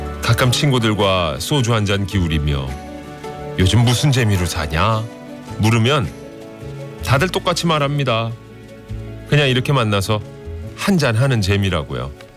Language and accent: Korean; Seoul, South Korea; 제가 태어난 곳은 잠실 아파트 단지가 건너다 보이던 성동구 자양동입니다. 형편이 그리 넉넉지 않아서 어머니가 차려주시는 평범한 밥상을 먹고 자랐죠.